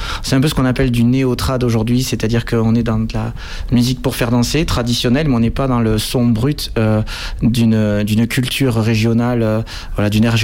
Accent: Toulouse, Occitanie, France; Ouais, parce que moi je viens de Toulouse

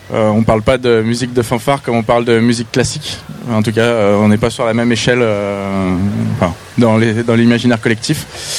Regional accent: Auvergne-Rhône-Alpes, France; Alors moi je viens du Beaujolais, donc un peu en dehors d'une grosse ville

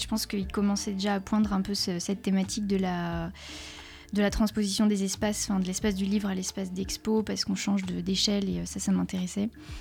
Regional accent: Saint-Nazaire, Pays de la Loire, France; moved away as an adult; also born or lived in Caen / Brussels; now in Clermont-Ferrand, France; je suis pas de Clermont, je viens de Saint-Nazaire, en Loire-Atlantique. Et donc après, je suis partie à Caen pour la licence.

